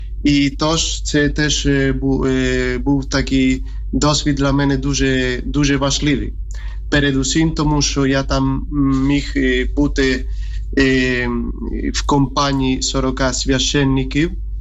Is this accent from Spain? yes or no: yes; Spain; Ukrainian is a second language; moved away as an adult; now in Ukraine; Я сам з Іспанії, приїхав в Україну в 11-му році в семінарії Redentoris Mater.